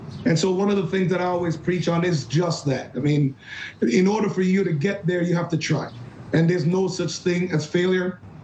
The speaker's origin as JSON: {"language": "English", "country": "Jamaica", "tie": "born there", "said": "Oh, I think that I was born in Jamaica."}